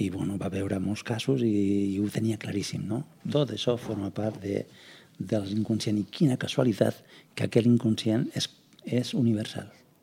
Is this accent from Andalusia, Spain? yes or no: yes; Granada, Andalusia, Spain; moved away